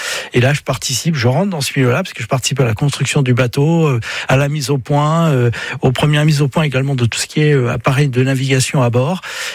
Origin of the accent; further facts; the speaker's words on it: Brittany, France; je suis breton et puis je le ressens profondément.